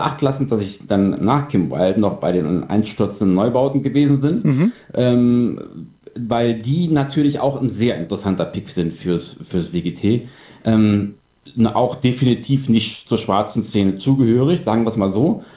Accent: Mönchengladbach, North Rhine-Westphalia, Germany; denn ich komme aus Mönchengladbach

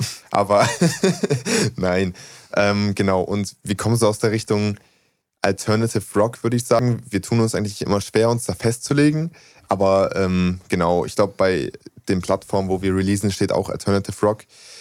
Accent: Mecklenburg-Vorpommern, Germany; wir kommen aus dem Umkreis Wismar.

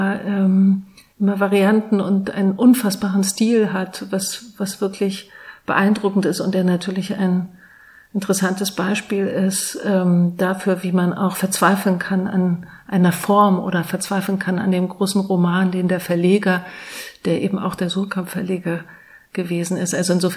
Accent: Greifswald, Mecklenburg-Vorpommern, Germany; moved away as an adult; now in Berlin, Germany; Meine Eltern wohnen immer noch in der Nähe von Greifswald und ich bin selbst in Greifswald zur Schule gegangen und auch dort geboren, aber ich habe nie dort gelebt.

